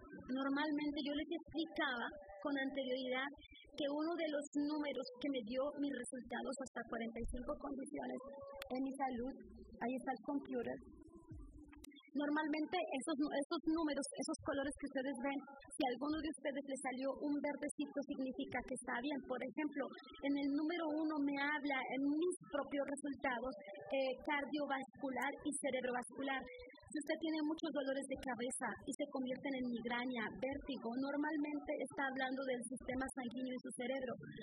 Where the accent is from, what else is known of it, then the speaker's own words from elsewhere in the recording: Mexico; nosotros como mexicanos nos encanta comer picante